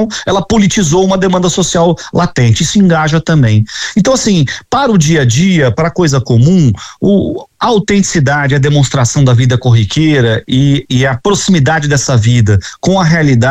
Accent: Rio de Janeiro, Brazil; Eu também sou do Rio de Janeiro

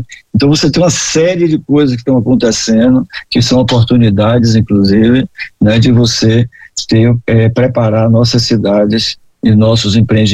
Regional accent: Bahia, Brazil; eu sou do Nordeste, né, na Bahia, e você já convive com isso

